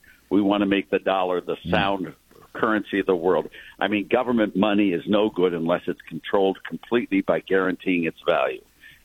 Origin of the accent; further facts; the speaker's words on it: Ohio, United States; You know, he's from my home state of Ohio